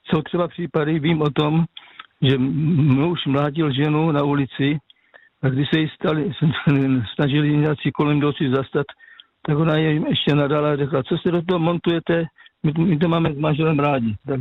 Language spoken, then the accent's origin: Czech; South Moravian Region, Czechia; now in Kopřivnice, Czech Republic